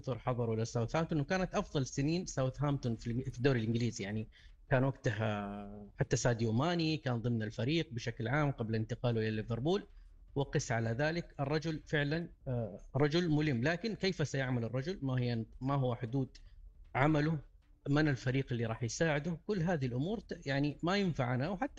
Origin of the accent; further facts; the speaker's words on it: Saudi Arabia; ونحن كسعوديين